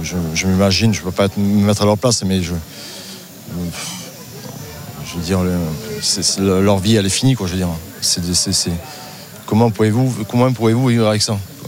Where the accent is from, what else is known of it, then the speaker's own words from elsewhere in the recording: Lectoure, Occitanie, France; born there; moi je suis né ici, je suis né à Lectoure à 10 km.